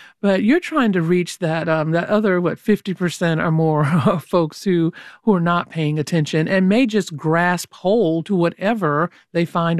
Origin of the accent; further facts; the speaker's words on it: Tallahassee, Florida, United States; I remember growing up in Tallahassee, Florida, and voting there very early and then moving on to different states.